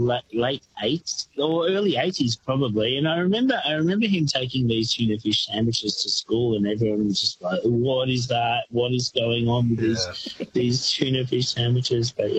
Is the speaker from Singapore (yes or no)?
no; Melbourne, Victoria, Australia; I grew up in the Western suburbs and Melbourne, early 80s